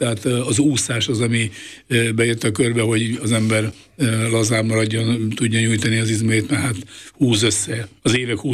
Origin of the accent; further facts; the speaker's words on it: Miskolc, Borsod-Abaúj-Zemplén, Hungary; én focit imádó családban nőttem föl. Eleven állok Vasgyárban, Miskolcon, ahol születtem